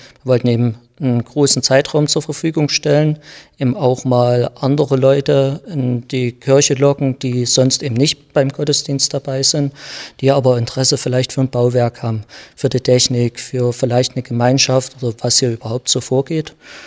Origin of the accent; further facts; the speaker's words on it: Hammerunterwiesenthal, Saxony, Germany; Ich stamme aus Hammer-Unterwiesenthal